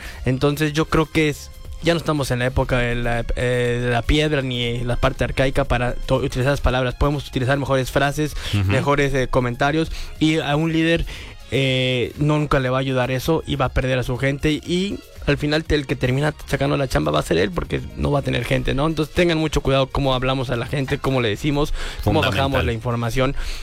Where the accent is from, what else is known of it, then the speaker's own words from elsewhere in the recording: Mexico; nosotros como los mexicanos